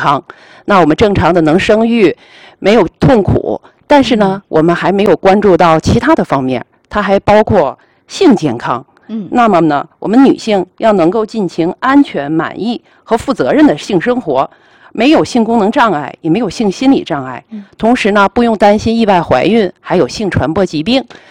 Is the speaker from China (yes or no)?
yes; China; 我们中国人